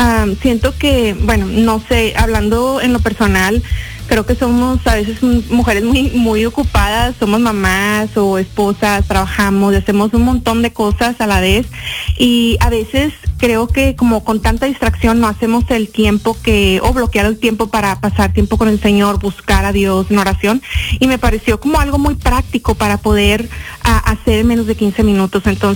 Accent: Houston, Texas, United States; Nací en Houston, Texas, pero mis padres son mexicanos.

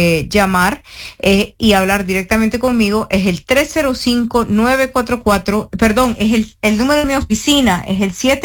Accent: Chinandega, Nicaragua; Ah, yo soy chinandegano. So, para los que nos están escuchando, Chinandega, que es el pueblo mío, junto con el pueblo de él, están a 20 minutos.

